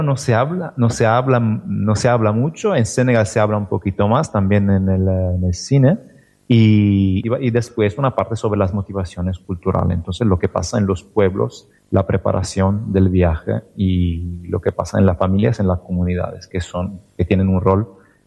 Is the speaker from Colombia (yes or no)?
no; Italy; Spanish is a second language; moved away; Yo vengo de un barrio que es considerado como el barrio más multicultural de Italia. Yo nací en este barrio y toda mi educación la hice en este barrio, donde hay personas que vienen de muchos lugares del mundo.